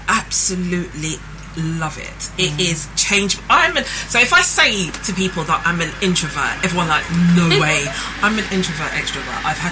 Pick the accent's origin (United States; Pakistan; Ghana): Ghana; which is my middle name, which is actually … because I'm Ghanaian.